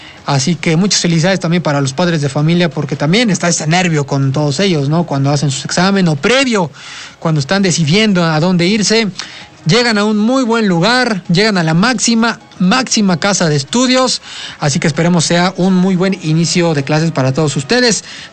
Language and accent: Spanish; Mexico; yo como mexicano